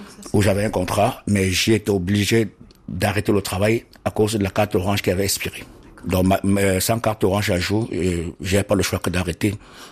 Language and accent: French; Cameroon; moved away as an adult; now in Belgium; J'ai quitté le Cameroun déjà parce que j'ai été persécuté au Cameroun. Et j'ai fait la prison en 2013.